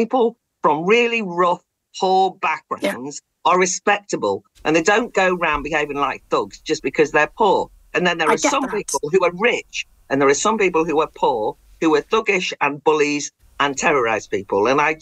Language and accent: English; Ireland; because I'm from Ireland